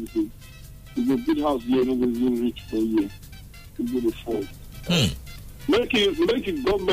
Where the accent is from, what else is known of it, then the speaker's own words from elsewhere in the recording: Ghana; This is the Ghanaian brother.